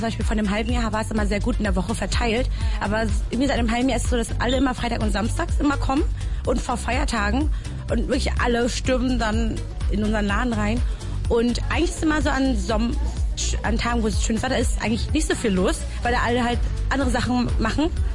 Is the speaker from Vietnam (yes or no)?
yes; Vietnam; now in Germany; ich komme aus Vietnam